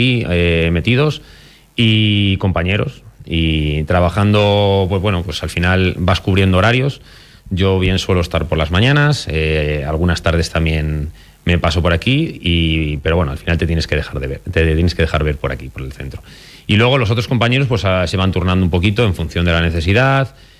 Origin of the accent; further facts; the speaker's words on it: Salamanca, Castile and León, Spain; jugar en el equipo de mi tierra, en el primer equipo de mi tierra